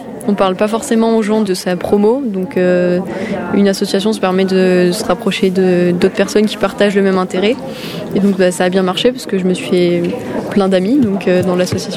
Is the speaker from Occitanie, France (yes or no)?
yes; Occitanie, France; moved away as an adult; now in Toulouse, France